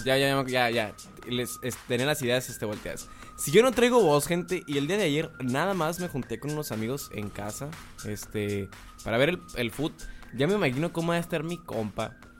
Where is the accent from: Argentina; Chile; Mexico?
Mexico; somos mexicanos